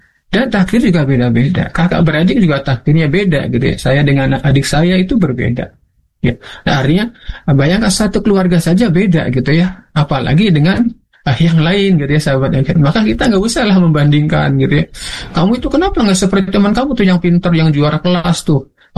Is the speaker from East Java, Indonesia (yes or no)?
no; Indramayu, West Java, Indonesia; saya asli Indramayu, lahir